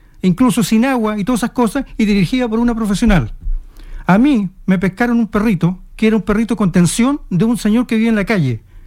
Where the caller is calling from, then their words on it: Iquique, Tarapacá, Chile; también soy de Iquique.